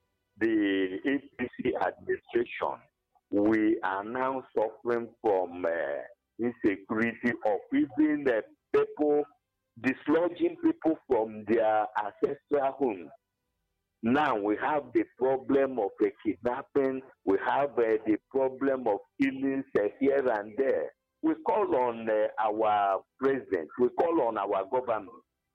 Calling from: Abani, Enugu State, Nigeria; I'm calling from Abani, Enugu.

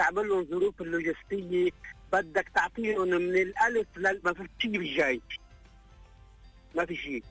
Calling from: Zahle, Beqaa, Lebanon

